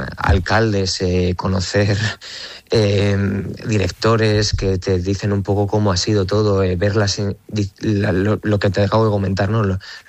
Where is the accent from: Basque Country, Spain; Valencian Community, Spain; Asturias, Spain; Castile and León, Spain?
Asturias, Spain; Avilés; yo soy de Avilés